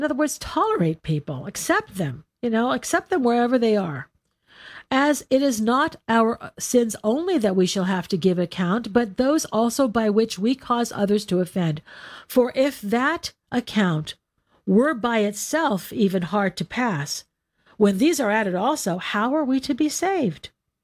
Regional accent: California, United States; I'm a Californian

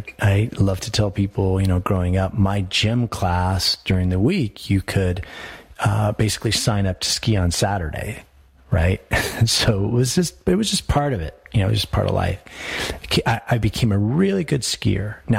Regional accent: Colorado, United States; But so I grew up here in Colorado. My mother was a child of immigrant parents.

